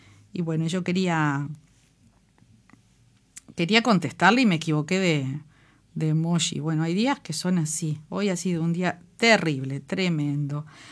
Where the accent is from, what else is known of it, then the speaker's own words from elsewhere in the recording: Uruguay; así somos los uruguayos